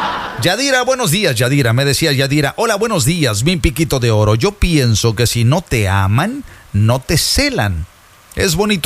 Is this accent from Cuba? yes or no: no; Veracruz, Mexico; Yo soy Jarocho.